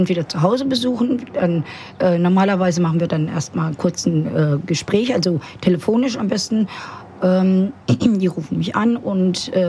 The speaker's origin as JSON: {"language": "German", "town": "Flörsheim am Main", "region": "Hesse", "country": "Germany", "tie": "born or raised there", "said": "Also ich bin in Flörsheim aufgewachsen"}